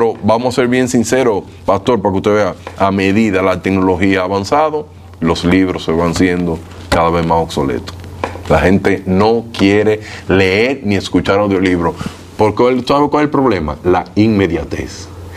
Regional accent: Dominican Republic; en mi país, aquí en República Dominicana

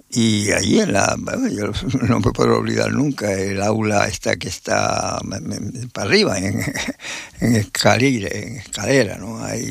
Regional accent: Lanzarote, Canary Islands, Spain; born there; Yo nací en Lanzarote

